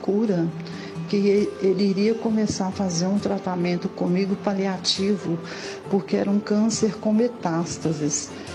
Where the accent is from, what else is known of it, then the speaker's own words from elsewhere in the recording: Belo Horizonte, Minas Gerais, Brazil; eu sou de Belo Horizonte.